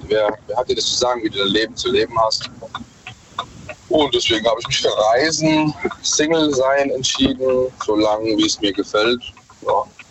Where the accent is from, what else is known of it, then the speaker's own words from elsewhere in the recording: Mannheim, Baden-Württemberg, Germany; Aus Mannheim.